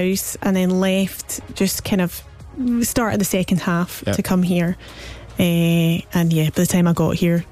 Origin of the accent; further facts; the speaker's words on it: Scotland, United Kingdom; being Scottish